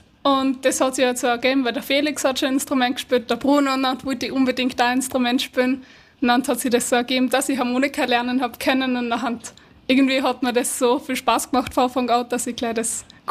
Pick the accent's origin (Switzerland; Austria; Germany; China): Austria; Langenwang, Styria; Naja, ganz genau komme ich aus dem Pretulgraben. Das ist in der Gemeinde Langenwang im Bezirk Bruckmetz-Tuschlag. Und das ist in der Steiermark.